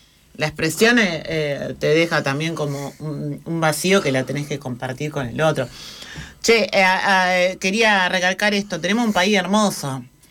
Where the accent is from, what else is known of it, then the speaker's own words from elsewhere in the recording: Rosario, Santa Fe, Argentina; somos rosarinos, es como una cosa aparte.